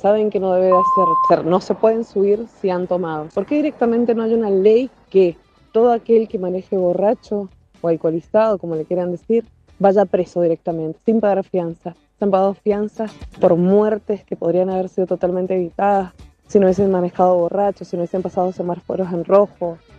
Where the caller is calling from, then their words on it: Maipú, Argentina; de Maipú.